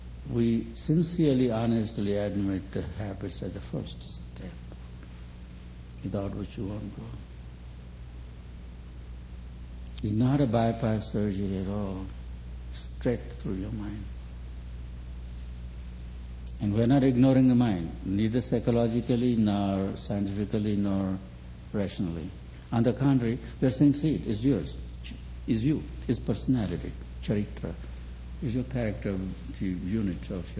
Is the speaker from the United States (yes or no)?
no; India; at least I'm from India